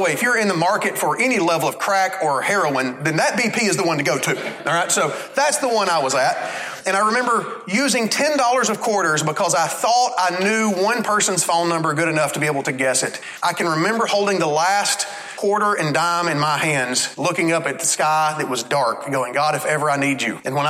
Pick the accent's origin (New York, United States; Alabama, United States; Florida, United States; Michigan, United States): Alabama, United States; moved away; I'm from Alabama.